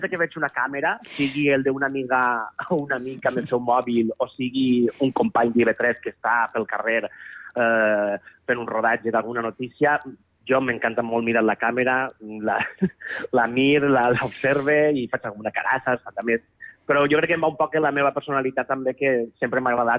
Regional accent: Albaida, Valencian Community, Spain; al meu poble heu de visitar, si anau al Baida, el Museu Internacional de Titelles

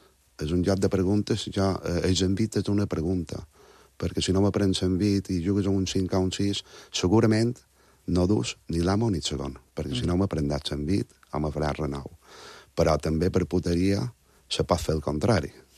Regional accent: Montuïri, Balearic Islands, Spain; un joc tradicional que tenim al meu poble, que és Montuïri

